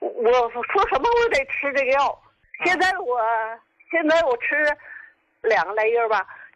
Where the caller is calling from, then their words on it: Qinhuangdao, Hebei, China; 秦皇岛的。